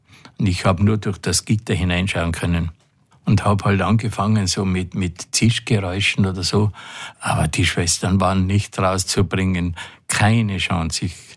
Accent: Kirchbichl, Tyrol, Austria; also born or lived in Kufstein; Bei mir ist es tatsächlich, ja, Kirchbichl im Unterinntal, das ist nach wie vor für mich die schönste Kirche.

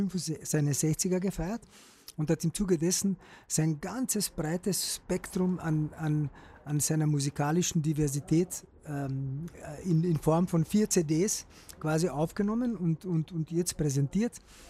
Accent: Carinthia, Austria; weil ich bin ja in einer Zeit aufgewachsen in Jauntal, in Boduna, also in der Gegend um Bleiburg, wo das alles andere als entspannt war.

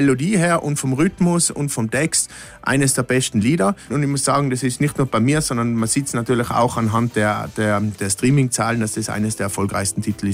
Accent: Austria; damit man eben vielleicht auch als Österreicher ein bisschen den Sprung nach Deutschland schaffen

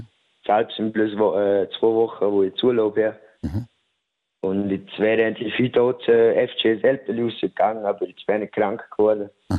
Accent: Vorarlberg, Austria; Nein, also ich komme aus dem Bregenzer Wald

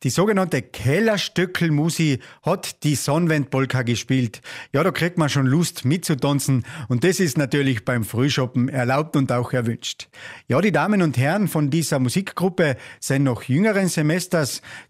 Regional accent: Heiligenstadt, Carinthia, Austria; hat sogar Verwandtschaft bei uns in Kärnten, nämlich in meiner Heimat in Heiligenstadt.

